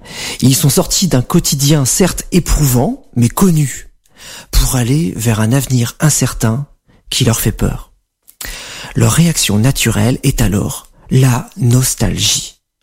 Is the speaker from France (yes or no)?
yes; France; En tant que Français, râleurs professionnels et champions des antidépresseurs, nous ne pouvons pas le nier.